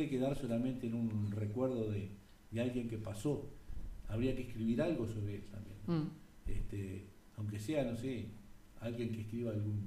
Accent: Florida, Uruguay; born there; also born or lived in Santa Lucía, Canelones, Uruguay; now in Cerro, Uruguay; Yo nací en Santa Lucía, departamento de Canelones. Pero viví, desde los 3 años viví en Florida. En distintas partes del departamento, nos mudamos 9 veces dentro del departamento. Y después recalamos acá en Cerro.

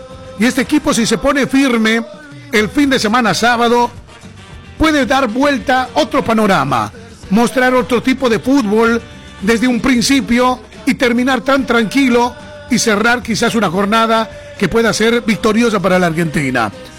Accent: Bolivia; como bolivianos, ¿no?, hablando de nuestra selección.

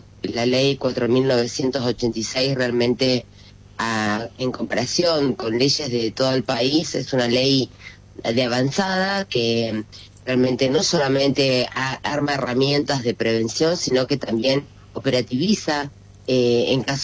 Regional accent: Allen, Río Negro, Argentina; una nena de mi pueblo, de Allen

